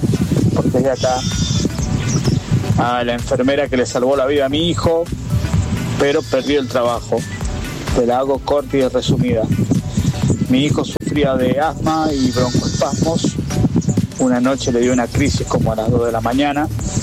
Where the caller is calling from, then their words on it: Chaján, Córdoba, Argentina; Desde Río Cuarto, desde Chaján, Río Cuarto, a la par de la ruta 8 … te habla.